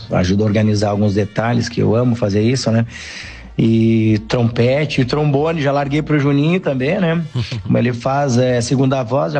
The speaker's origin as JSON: {"language": "Portuguese", "town": "Paverama", "region": "Rio Grande do Sul", "country": "Brazil", "tie": "born or raised there", "moved": "as an adult", "said": "Antes disso, eu vim do interior, né? Eu sou natural lá do interior de Paverama, Santa Manuela, Chapadão, para aquelas bandas ali, Broxir. Naquela região ali, saí dali com uns 18 anos, passei por algumas bandas ali."}